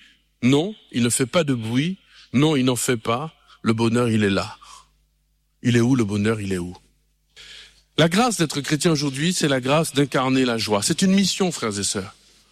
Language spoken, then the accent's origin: French; Martinique, France